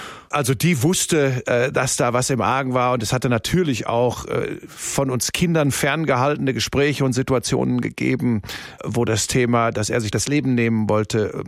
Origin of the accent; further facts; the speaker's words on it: Hagen, North Rhine-Westphalia, Germany; also born or lived in Cologne / Munich; Bin dann aufgewachsen in Hagen. Das ist so Tor zum Sauerland, ja. Ruhrgebiet. Und dann habe ich im Rheinland studiert, in Köln an der Sporthochschule und bin 1993 dann nach München gegangen.